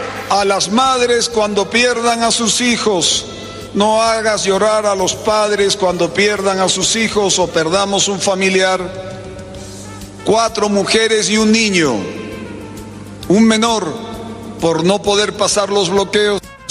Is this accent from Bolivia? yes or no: yes; Bolivia; Aquí todos somos bolivianos, aquí todos somos parte de la misma patria